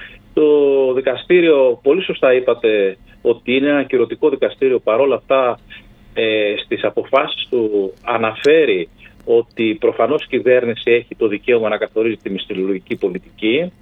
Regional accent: Ioannina, Epirus, Greece; now in Volos, Greece; η πατρίδα μου είναι τα Γιάννενα

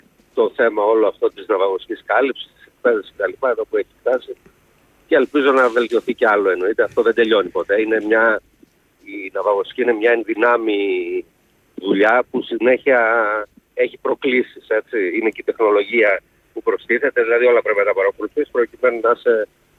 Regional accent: Rethymno, Crete, Greece; Βέβαια. Νησί, η Κρήτη, όπως είσαι.

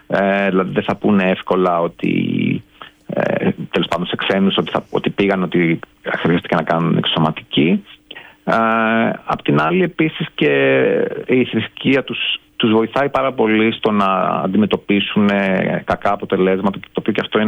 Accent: Greece; moved away as an adult; also born or lived in London, United Kingdom; όταν τους έλεγα ότι είμαι από την Ελλάδα

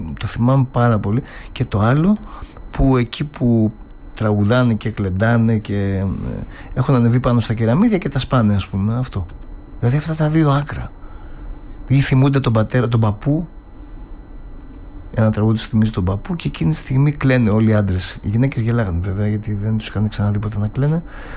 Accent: Amygdalia, Central Greece, Greece; Αμυγδαλιά Φωκίδος.

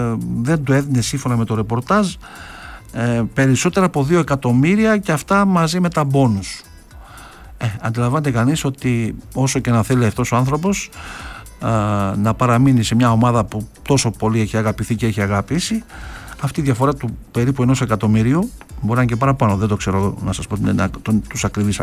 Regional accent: Parapotamos, Epirus, Greece; όπως έλεγαν και στο χωριό μου στη Λεμπανίτσα και στον Παραπόταμο

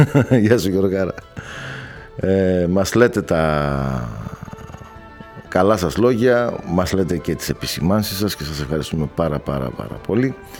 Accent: Eastern Macedonia and Thrace, Greece; Είχαμε ως Θρακιώτες παλαιότερα επί πολλά χρόνια, 25 χρόνια, την Ξάνθη.

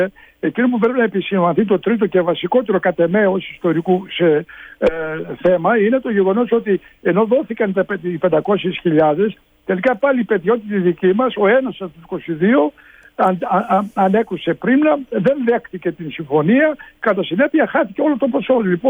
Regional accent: Greece

